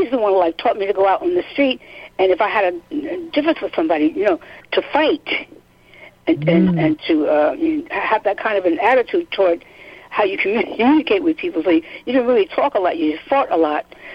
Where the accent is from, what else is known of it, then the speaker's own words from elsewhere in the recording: New York, United States; Oh, well, as a New Yorker, brought up in the streets